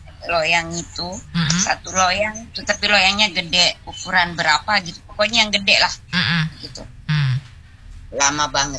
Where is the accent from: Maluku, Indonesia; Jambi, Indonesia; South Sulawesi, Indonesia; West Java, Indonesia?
South Sulawesi, Indonesia; Kalau saya Mbak, jajanan pasar yang tapi punya filosofi bagi kami orang Bugis ya.